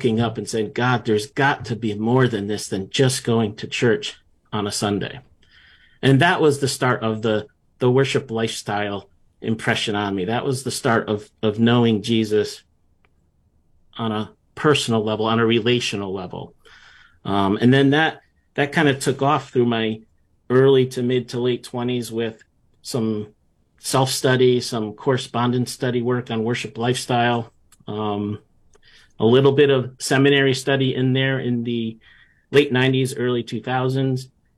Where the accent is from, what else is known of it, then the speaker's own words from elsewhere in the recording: North Branford, Connecticut, United States; Well, I grew up here in Connecticut, southern Connecticut, in a town called North Branford. Lived here all my life, and it's in New Haven County. So on the kind of the beautiful shoreline of Connecticut is where I'm from and where I've grown up and a native of.